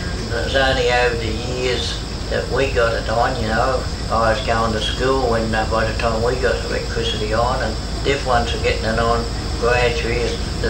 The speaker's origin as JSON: {"language": "English", "region": "New South Wales", "country": "Australia", "tie": "born or raised there", "said": "down to 30 William Street, where I stayed the rest of my life. I've never got out of William Street. I was born in Killarney Private Hospital, and that's 20 William Street."}